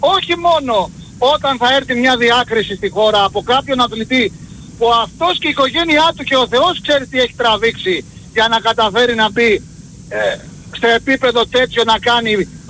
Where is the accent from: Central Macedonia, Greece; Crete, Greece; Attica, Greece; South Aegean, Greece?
Crete, Greece; Chania; Γεια σας. … είμαι από Χανιά.